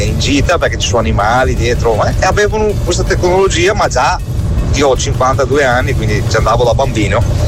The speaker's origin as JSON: {"language": "Italian", "town": "Verona", "region": "Veneto", "country": "Italy", "tie": "born or raised there", "said": "qua nel mio paese, a Verona"}